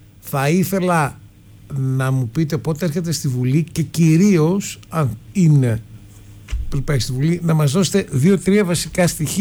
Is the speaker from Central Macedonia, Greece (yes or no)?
no; Syros, South Aegean, Greece; Στο νησί μου είστε